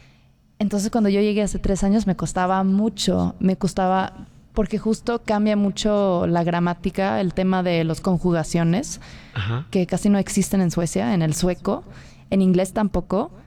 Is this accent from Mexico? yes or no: yes; Mexico; Spanish is a second language; Siendo mexicana y no hablar en español, me hizo dudar mucho en esa identidad mía, que era, yo soy mexicana, pero ¿y entonces por qué?